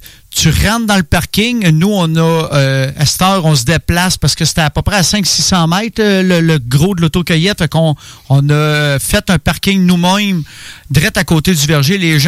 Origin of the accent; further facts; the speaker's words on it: Sainte-Rose-du-Nord, Quebec, Canada; born there; moved away; je viens de Sainte-Rose-du-Nord, un petit village que je vivais dans le bois.